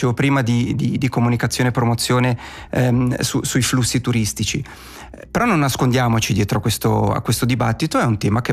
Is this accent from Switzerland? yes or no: yes; Ticino, Switzerland; noi ticinesi e ticinesi viviamo il nostro territorio e adoriamo il nostro territorio